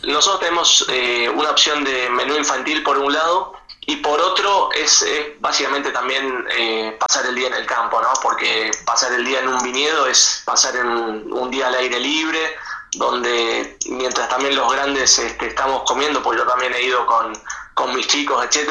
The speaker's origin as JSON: {"language": "Spanish", "town": "Venado Tuerto", "region": "Santa Fe", "country": "Argentina", "moved": "yes", "lives_now": "Buenos Aires, Argentina", "said": "Yo soy originalmente de Venado Tuerto"}